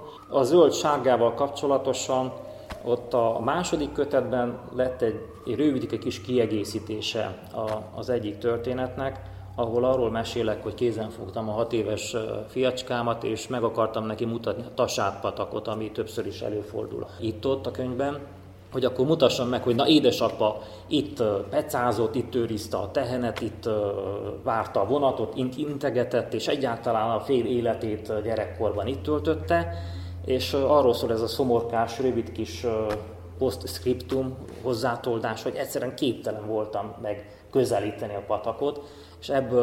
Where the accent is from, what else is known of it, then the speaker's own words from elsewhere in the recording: Fugyivásárhely, Bihor, Romania; also born or lived in Oradea (Nagyvárad), Romania; Én nagyváradi születésű vagyok, Fugyivásárhelyen nőttem fel.